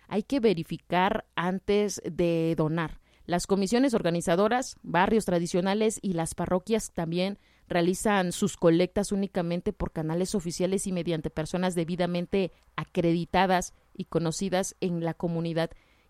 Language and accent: Spanish; Oaxaca, Mexico; ¿Y qué tenemos que hacer nosotros como, pues, oaxaqueños, como locales?